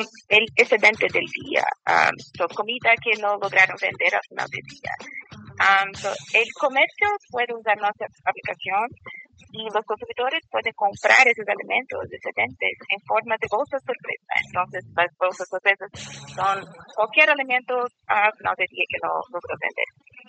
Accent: Brazil; Spanish is a second language; yo tengo que decir que soy brasileña, mi español. Estoy aprendiendo español todo el día

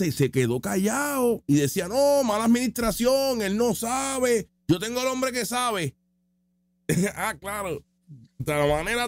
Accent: San Juan, Puerto Rico; Y eso que yo soy de San Juan

